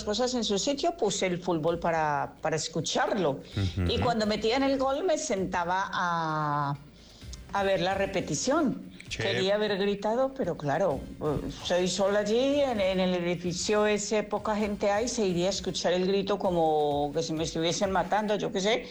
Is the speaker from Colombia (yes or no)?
yes; Colombia; me hubiera gustado haber tenido un grupo y de gente de mi tierra y haber visto el fútbol, sí, que me hubiera gustado ver el partido de Colombia. Y nada, enhorabuena para toda mi Colombia